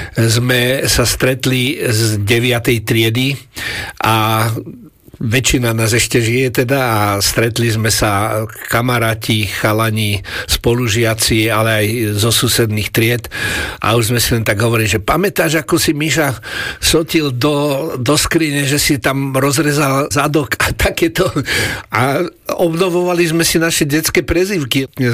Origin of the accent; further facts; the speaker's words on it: Prievidza, Trenčín Region, Slovakia; now in Bratislava, Slovakia; No a tak som tam vyrastal